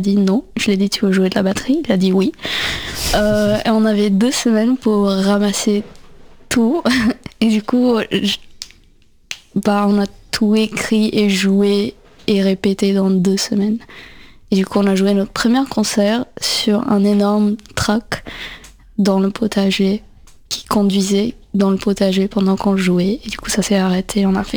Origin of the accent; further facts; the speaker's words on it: India; now in Paris, France; J'ai grandi en Inde.